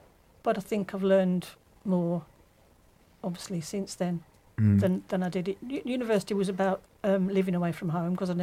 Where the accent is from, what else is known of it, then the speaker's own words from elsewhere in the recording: Cradley Heath, West Midlands, United Kingdom; born there; I was born in Cradley Heath.